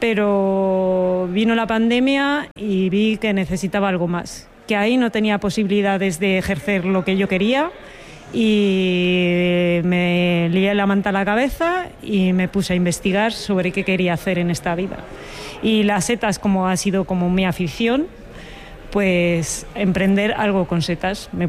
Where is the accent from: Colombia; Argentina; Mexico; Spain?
Spain; Valladolid, Castile and León; now in Becerril del Carpio, Spain; de Ecofungi y cultivo setas ecológicas de manera sostenible. Vivo actualmente en Becerril del Carpio, aunque soy una chica de ciudad de Valladolid